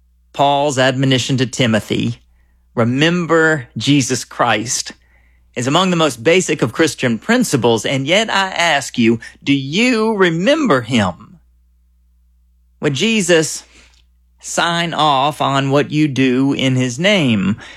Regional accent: Georgia, United States; In college, I took a trip to New York City. There, I told a man that I was from Georgia, and he responded, "I know."

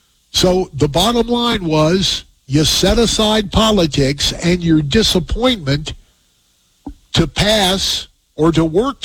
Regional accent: Arizona, United States; my home state of Arizona

